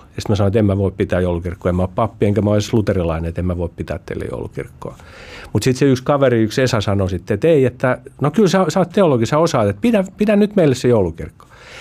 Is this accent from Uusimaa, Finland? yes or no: yes; Helsinki, Uusimaa, Finland; mä oon helsinkiläinen